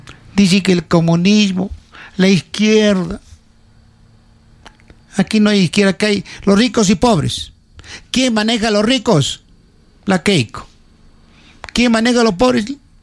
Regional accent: Peru; Veo la realidad de mi pueblo peruano que se muere actualmente de hambre.

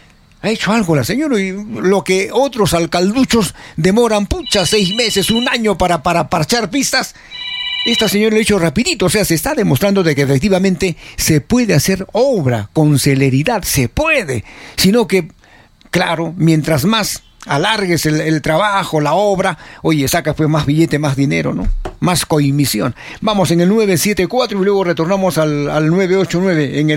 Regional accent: Arequipa, Peru; Somos arequipeños y estamos festejando la tierra nuestra.

